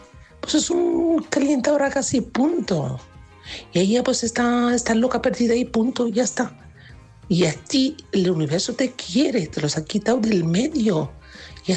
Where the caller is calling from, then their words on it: Alicante, Valencian Community, Spain; de Alicante.